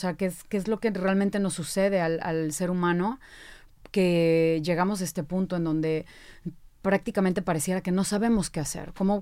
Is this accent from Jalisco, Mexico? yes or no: no; Veracruz, Mexico; Yo soy de Veracruz. Soy de Veracruz, paso muchísimo tiempo ya en la Ciudad de México, debido también a los talleres, a los seminarios, todo como estas pláticas.